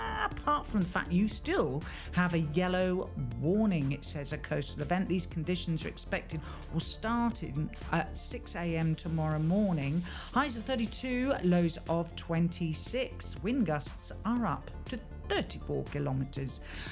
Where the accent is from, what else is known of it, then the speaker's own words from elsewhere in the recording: Windsor, South East England, United Kingdom; moved away; My hometown of Windsor, very posh, you know.